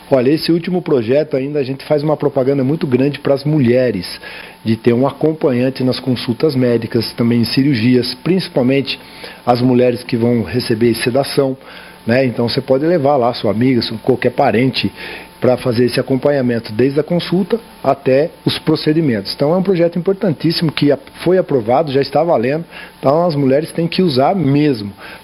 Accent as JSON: {"language": "Portuguese", "town": "Indaiatuba", "region": "São Paulo", "country": "Brazil", "said": "Eu sou lá da região de Campinas, sou da cidade de Indaiatuba"}